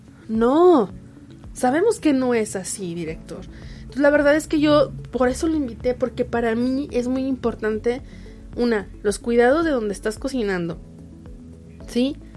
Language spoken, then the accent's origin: Spanish; Celaya, Guanajuato, Mexico; moved away; yo vengo de Celaya